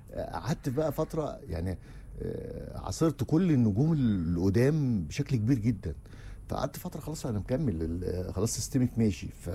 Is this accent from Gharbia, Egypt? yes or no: no; Dakahlia, Egypt; also born or lived in Mansoura